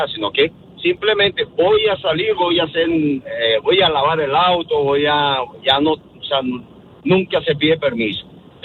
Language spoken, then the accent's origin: Spanish; Venezuela; Venezuela.